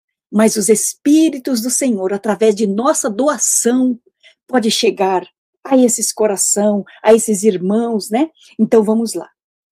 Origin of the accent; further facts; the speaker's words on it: Caieiras, São Paulo, Brazil; Bom dia, sou de Caieiras, São Paulo.